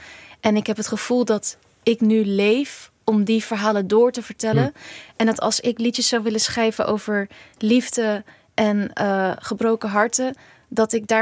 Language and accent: Dutch; Rotterdam, South Holland, Netherlands; also born or lived in Gorinchem; En ik ben in Gorinchem geboren. Maar we zijn zo vroeg, toen ik 2 was, was ik daar al. Dus voor mij ben ik in Rotterdam geboren.